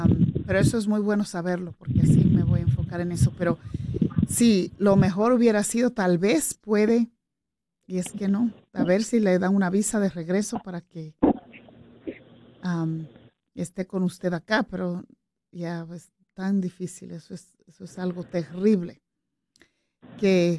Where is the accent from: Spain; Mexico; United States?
United States; New York; also born or lived in Bronx; yo me crié en Brooklyn, pero viví en el Bronx.